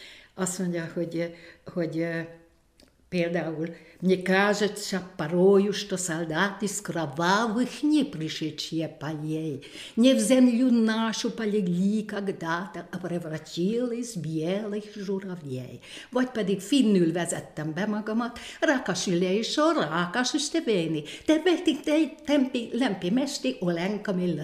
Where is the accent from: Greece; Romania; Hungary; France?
Hungary